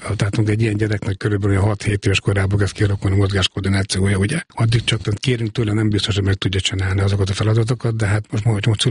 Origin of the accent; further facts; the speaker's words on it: Miskolc, Borsod-Abaúj-Zemplén, Hungary; born there; Még Miskolcon születtem 1965-ben, igen